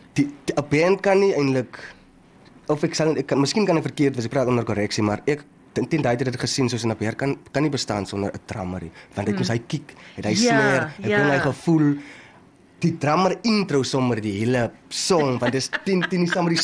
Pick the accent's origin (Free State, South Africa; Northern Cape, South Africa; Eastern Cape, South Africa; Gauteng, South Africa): Northern Cape, South Africa; Springbok; born there; accent: Namaqualand dialect; Ek is gebore in Namakwala, ja, in Springbok.